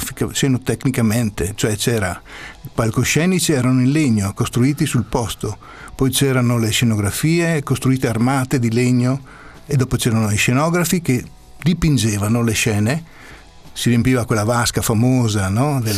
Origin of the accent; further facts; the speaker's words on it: Pordenone, Friuli-Venezia Giulia, Italy; Ma no, addirittura per quanto riguarda, per esempio, io sono di Pordenone, no?